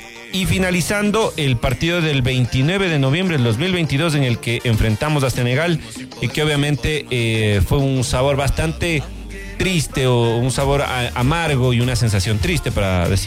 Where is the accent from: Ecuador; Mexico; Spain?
Ecuador